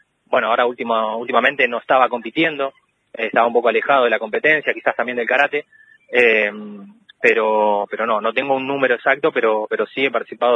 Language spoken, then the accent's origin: Spanish; Esquel, Chubut, Argentina; now in Bariloche, Argentina; soy de Esquel, estoy viviendo en Bariloche